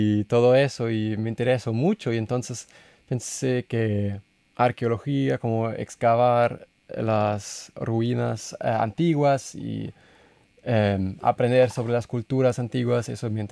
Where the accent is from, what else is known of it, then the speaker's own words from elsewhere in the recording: Hanover, Lower Saxony, Germany; moved away; yo soy de Hannover, que es más en el norte de Alemania